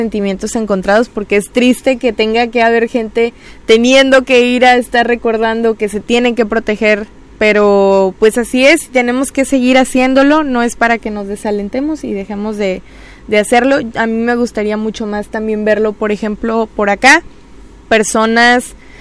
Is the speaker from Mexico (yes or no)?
yes; Mexico; nosotros mismos como mexicanos que vivimos aquí